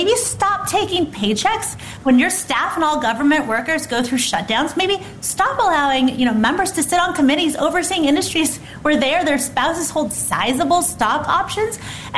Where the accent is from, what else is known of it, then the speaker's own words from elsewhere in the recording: California, United States; Like in my home state of California